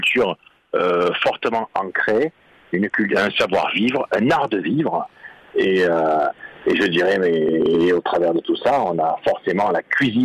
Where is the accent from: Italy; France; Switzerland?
France; Marseille, Provence-Alpes-Côte d'Azur; born there; Moi, je suis né à Marseille.